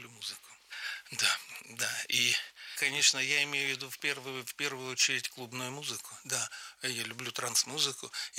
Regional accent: Pavlovsk, Voronezh Oblast, Russia; Я сейчас как бы работаю рекламным агентом моего родного города Павловска, Воронежской области.

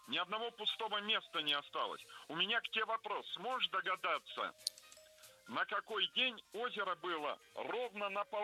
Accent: Chelyabinsk, Chelyabinsk Oblast, Russia; Вот я сам из Челябинска.

